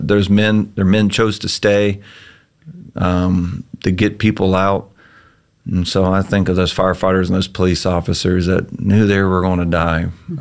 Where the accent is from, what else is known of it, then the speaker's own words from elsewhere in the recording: Boone, North Carolina, United States; You know, I'm a Southern boy, and so I'm very thankful. I grew up in Boone, North Carolina.